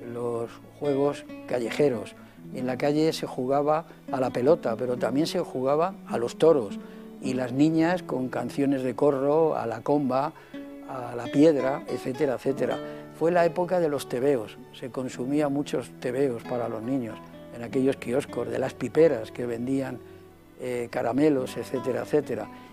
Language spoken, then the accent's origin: Spanish; Spain